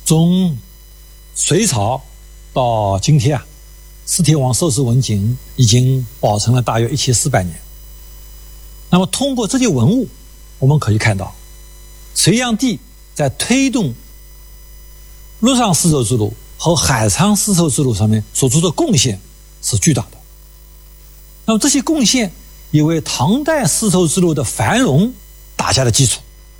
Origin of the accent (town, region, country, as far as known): China